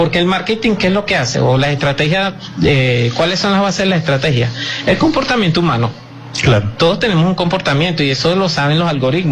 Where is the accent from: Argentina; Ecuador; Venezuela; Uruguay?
Venezuela; nosotros como venezolanos